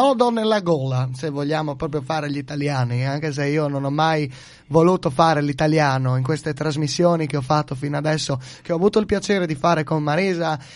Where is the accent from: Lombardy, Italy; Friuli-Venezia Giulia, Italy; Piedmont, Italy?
Friuli-Venezia Giulia, Italy; first language Friulian; Italian is a second language; io sono friulano, poi sono italiano. Io sono friulano, le mie radici sono nella mia terra, sono nel Friuli. Io sono Furlan e io sono contento di essere Furlan. Io sono friulano e sono contento di essere friulano.